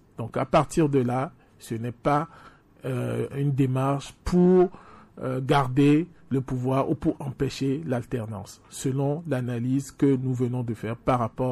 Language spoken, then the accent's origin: French; Togo